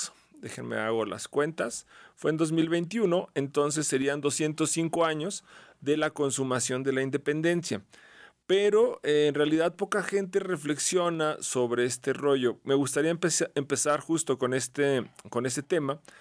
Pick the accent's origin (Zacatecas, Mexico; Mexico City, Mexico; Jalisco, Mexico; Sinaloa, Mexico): Zacatecas, Mexico; ¿qué es lo que nos identifica como zacatecanos o como mexicanos?